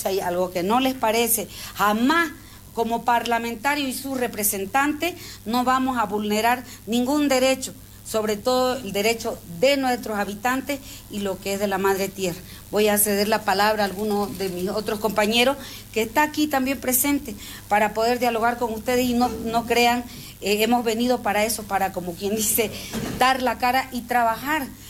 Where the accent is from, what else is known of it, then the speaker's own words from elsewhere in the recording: San Borja, Beni, Bolivia; Yo vengo de San Borja, él viene de San Ignacio, y todos los problemas que tenemos para poder sacar